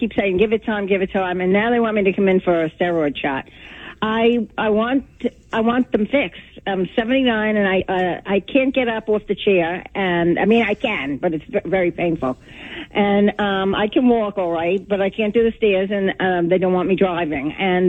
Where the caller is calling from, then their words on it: Toms River, New Jersey, United States; I'm calling from Tom's River.